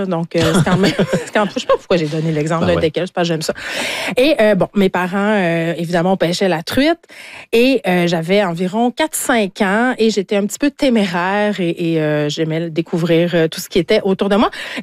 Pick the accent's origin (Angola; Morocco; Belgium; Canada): Canada; Quebec; je viens du Saguenay, j'arrête pas de le répéter. Et je pêche depuis, mon Dieu, que je sais marcher avec mes parents.